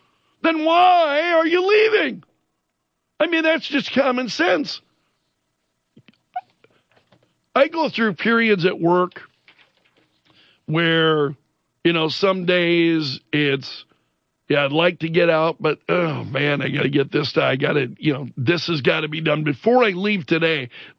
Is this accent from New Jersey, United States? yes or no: no; South Dakota, United States; I'm from South Dakota. I'm Senator Thune's home state. We're outraged here about what's going on.